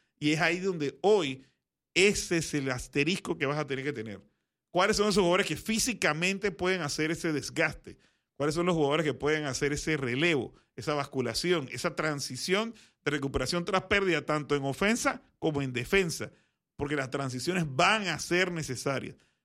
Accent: Panama; mi ilusión como panameño

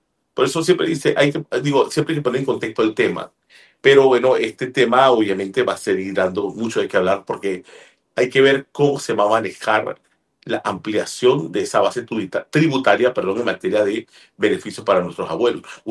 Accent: Panama

